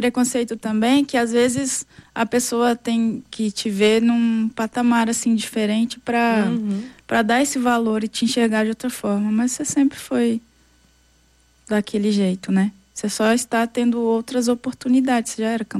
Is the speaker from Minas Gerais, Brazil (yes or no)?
yes; Minas Gerais, Brazil; sou mineira, cabreira